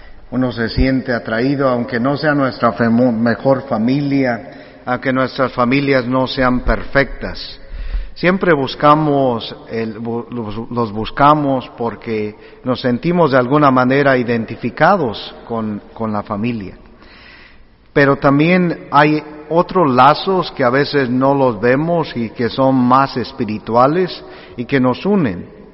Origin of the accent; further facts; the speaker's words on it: Ario de Rosales, Michoacán, Mexico; Yo, por ejemplo, soy de Ario de Rosales, de Michoacán, y es de ahí